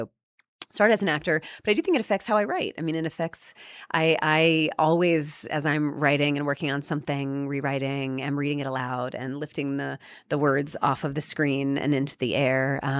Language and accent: English; Decatur, Georgia, United States; I grew up in Decatur, Georgia, which is right outside of Atlanta.